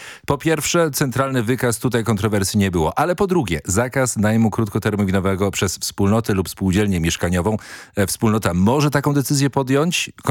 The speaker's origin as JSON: {"language": "Polish", "town": "Kraków", "region": "Lesser Poland", "country": "Poland", "said": "Ja jestem z Krakowa."}